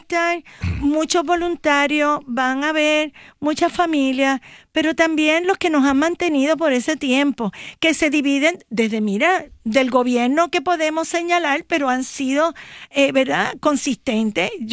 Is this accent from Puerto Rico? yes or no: yes; Puerto Rico